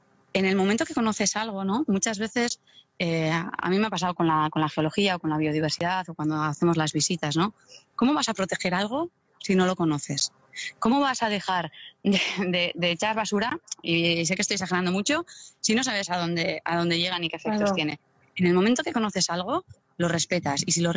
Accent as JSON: {"language": "Spanish", "town": "Deba", "region": "Basque Country", "country": "Spain", "tie": "born there", "said": "Sí, porque sí, la familia es yo nací en Deva y casi todo el tiempo lo estoy en Zumaya."}